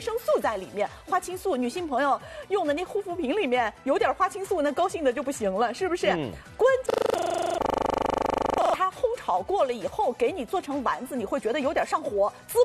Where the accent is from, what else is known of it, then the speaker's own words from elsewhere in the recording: China; 我们中国人讲究以形补形